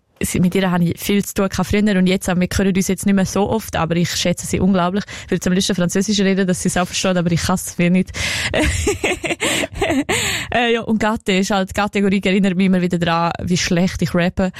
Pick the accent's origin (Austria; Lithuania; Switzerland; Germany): Switzerland; Maienfeld, Graubünden; ich bin halt aus Meierfeld. Das ist nicht so weit hin.